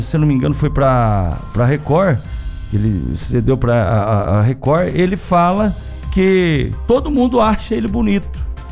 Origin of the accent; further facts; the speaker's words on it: Londrina, Paraná, Brazil; nós somos aqui da região de Londrina